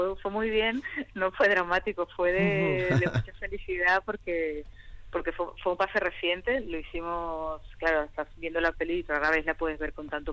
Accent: Venezuela; moved away; yo viví en Venezuela, que es mi país de origen

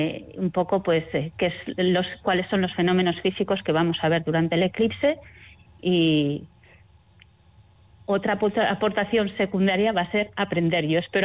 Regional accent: Navarre, Spain; now in Netherlands; mis vacaciones van a ser aquí en Pamplona, en Navarra

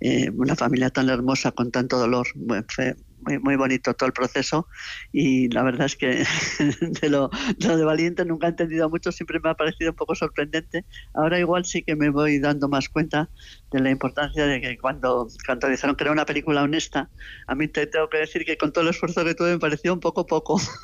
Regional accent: Alsasua, Navarre, Spain; born there; yo nací en Alsasua

